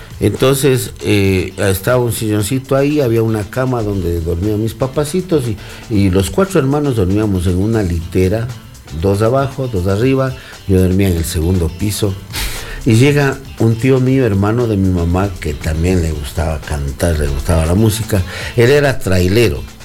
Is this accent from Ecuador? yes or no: yes; Ecuador; Yo soy muy ecuatoriano, sí, pero al Perú le agradezco mucho.